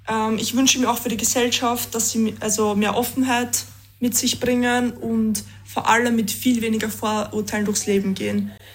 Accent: Tyrol, Austria; now in Ireland; Ich liebe Tirol, es ist meine Heimat, aber manchmal würde ich sagen, braucht man Abstand

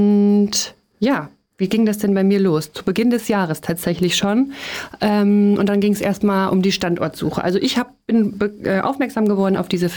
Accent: Rothenburg, Germany; Ich komme aus Rothenburg

